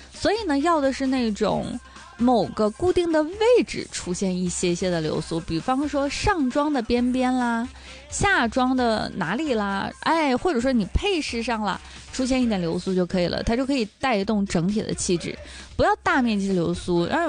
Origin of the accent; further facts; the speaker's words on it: Northeast China, China; 就我们东北话说一打眼儿就好看